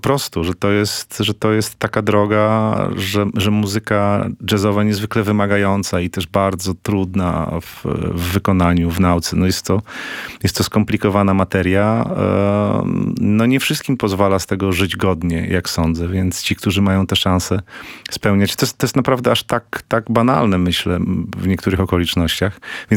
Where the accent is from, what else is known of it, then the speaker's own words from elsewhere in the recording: Toruń, Kuyavian-Pomeranian Voivodeship, Poland; bo jestem z urodzenia i pochodzenia torunianinem. Mieliśmy taką małą scenę w toruńskim klubie Odnowa